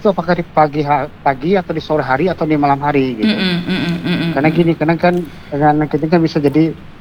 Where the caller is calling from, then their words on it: Natuna, Riau Islands, Indonesia; Ini dari Putra Cemaga nih Mbak.